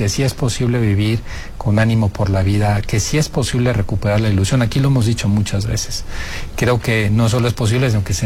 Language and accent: Spanish; Mexico; Yo soy mexicano estoy orgullosa de ser mexicano